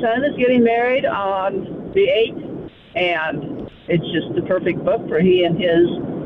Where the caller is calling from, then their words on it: Nebraska, United States; On the road between Arapahoe and Elwood.